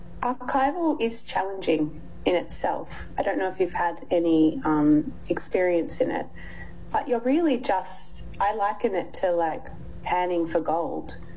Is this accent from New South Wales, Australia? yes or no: no; Melbourne, Victoria, Australia; I grew up on Gore Street in Fitzroy, and my dad still lives there.